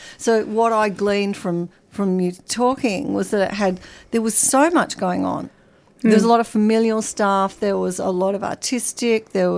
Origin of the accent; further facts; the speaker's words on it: Western Australia, Australia; I grew up in Western Australia, and when I was really little, we lived over the road from the zoo